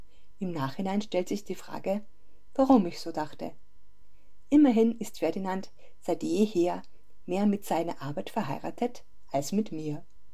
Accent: St. Wolfgang im Salzkammergut, Upper Austria, Austria; now in Strobl, Austria; Seit 2010 wohne ich in Strobe, ursprünglich komme ich aus St. Wolfgang.

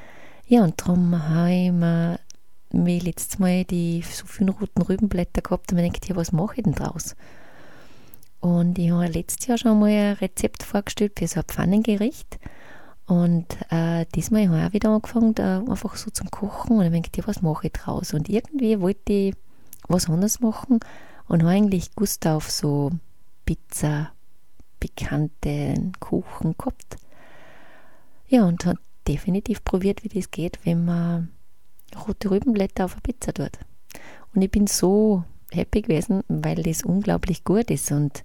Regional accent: Austria

